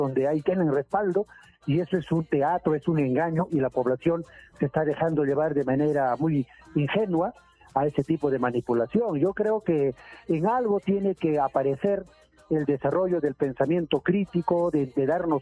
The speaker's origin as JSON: {"language": "Spanish", "town": "Chilca", "region": "Lima", "country": "Peru", "tie": "born or raised there", "said": "que he nacido y crecido y vivo en Chilca. Tengo mi familia establecida"}